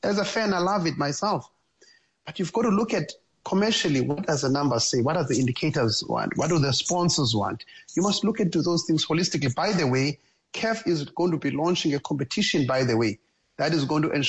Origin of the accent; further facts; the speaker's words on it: Eastern Cape, South Africa; growing up in the Eastern Cape.